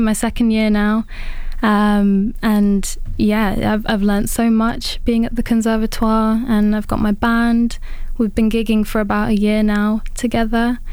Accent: Leicester, East Midlands, United Kingdom; moved away as an adult; now in Leeds, United Kingdom; So I'm born and raised in Leicester and lived there my whole life.

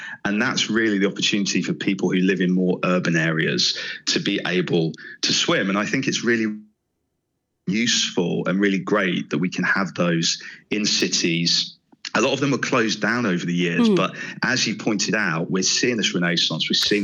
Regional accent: Yorkshire and the Humber, United Kingdom; Being a Yorkshireman

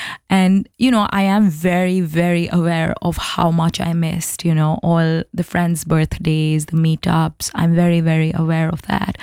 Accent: New Delhi, Delhi, India; moved away; Because another thing about like living in India, and I'm from New Delhi

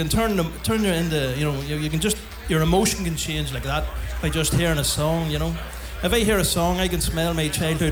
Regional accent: Newry, Northern Ireland, United Kingdom; I'm from Newry, born and bred.

